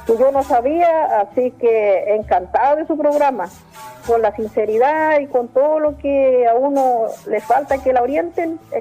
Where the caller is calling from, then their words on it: Osorno, Los Lagos, Chile; De acá, de alrededor de Osorno.